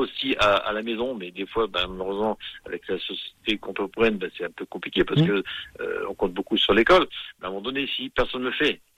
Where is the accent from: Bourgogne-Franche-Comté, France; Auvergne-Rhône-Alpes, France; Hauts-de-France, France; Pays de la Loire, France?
Hauts-de-France, France; Saint-Amand-les-Eaux; born there; moved away; je suis né à Saint-Amand-les-Eaux